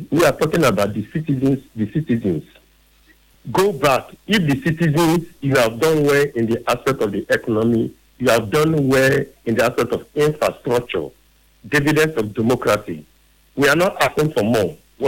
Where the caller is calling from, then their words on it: Nigeria; I'm calling from Roman Work Community.